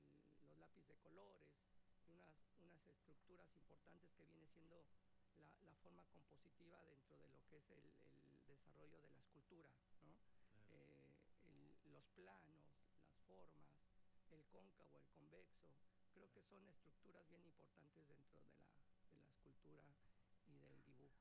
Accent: Mexico; soy mexicano.

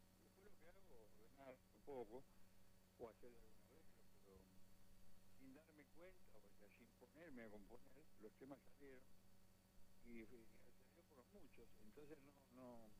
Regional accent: Villa Diamante, Buenos Aires Province, Argentina; born there; also born or lived in Monte Grande; yo soy una consecuencia de lo que he escuchado de chico acá. Por ejemplo, yo nací en Montegrande, me crié en Villa Diamante, volví a Montegrande

